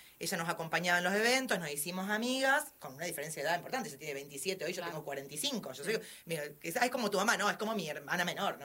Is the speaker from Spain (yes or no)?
no; Buenos Aires, Argentina; Yo soy de Buenos Aires, como comentaba antes, y me crié en la Bond Street, que es una galería que los que conocen es la galería alternativa.